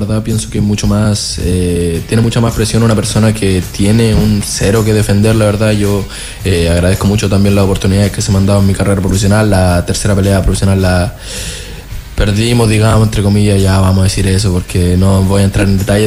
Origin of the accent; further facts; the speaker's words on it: Antofagasta, Chile; Yo sí soy de Antofagasta, nací y criado.